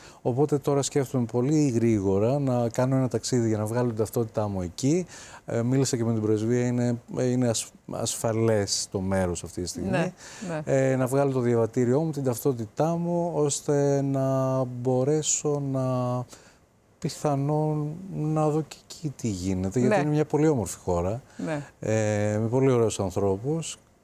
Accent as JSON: {"language": "Greek", "town": "Agrinio", "region": "Western Greece", "country": "Greece", "tie": "born or raised there", "also_born_or_lived": "Venezuela", "moved": "as an adult", "said": "Εκεί λοιπόν γεννήθηκα κι εγώ. Οι γονείς μου, όταν ήμουν πολύ μικρός, γυρίσαμε στην Ελλάδα, μεγάλωσα στο Αγρίνιο"}